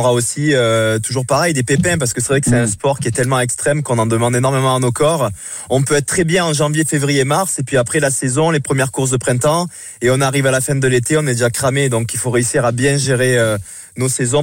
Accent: Cavaillon, Provence-Alpes-Côte d'Azur, France; Ouais, je suis né à Cavaillon, ouais, voilà. J'ai grandi à Cavaillon.

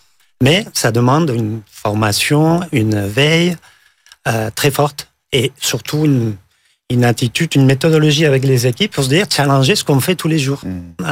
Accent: Catalonia, Spain; French is a second language; moved away as an adult; now in Paris, France

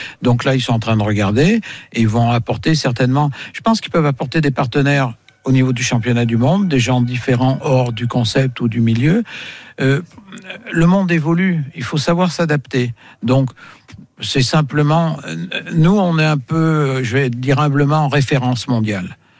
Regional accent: Auvergne-Rhône-Alpes, France; c'est bon, moi, je suis auvergnat, alors.

